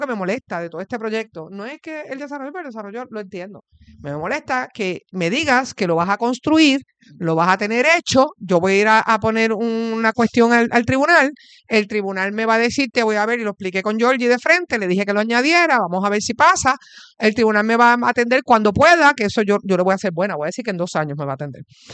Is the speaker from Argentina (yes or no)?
no; Puerto Rico